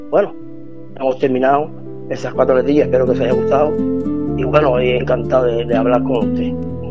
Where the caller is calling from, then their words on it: Huércal de Almería, Andalusia, Spain; de Huerca de Almería.